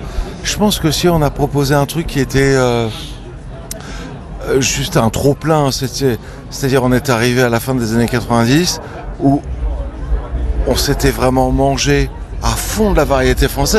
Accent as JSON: {"language": "French", "country": "France", "said": "une espèce de bande de mecs qui voulaient conquérir le monde et, en se disant on est français certes, mais ça peut éventuellement marcher dans le monde entier."}